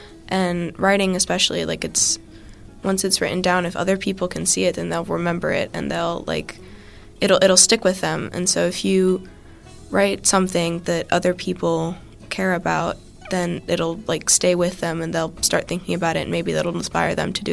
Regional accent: China; finding books that express my identity, because I'm biracial. I'm like half Asian, half white, and I grew up in China.

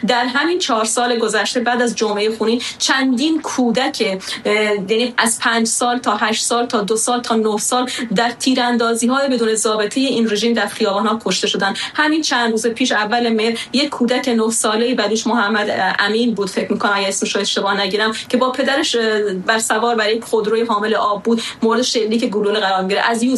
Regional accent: Sistan and Baluchestan, Iran; moved away as an adult; خودم به عنوان یک بلوچ 38 سال تو بلوچستان زندگی کردم، این 4 سال من احساس نکردم که در خارج از بلوچستان هستم

